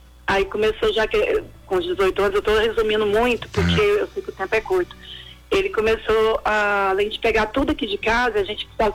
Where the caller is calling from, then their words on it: Goiânia, Goiás, Brazil; De Goiânia.